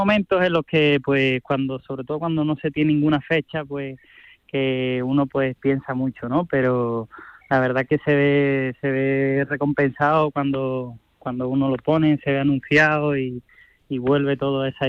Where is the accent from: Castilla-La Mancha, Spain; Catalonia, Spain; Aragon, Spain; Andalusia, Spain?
Andalusia, Spain; Huelva; es la de mi tierra, Huelva